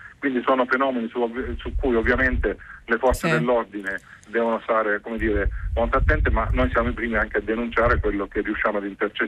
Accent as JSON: {"language": "Italian", "region": "Apulia", "country": "Italy", "said": "io sono pugliese"}